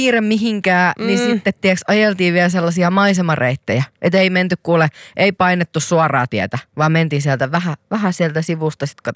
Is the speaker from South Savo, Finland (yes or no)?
no; Pori, Satakunta, Finland; moved away; olin käymässä tuolla kotikonnuillani Porissa ja myöskin porukoilla tuolla Landella